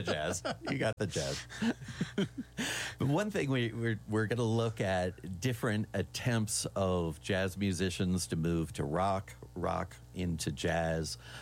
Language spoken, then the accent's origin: English; Charlotte, North Carolina, United States; growing up in Charlotte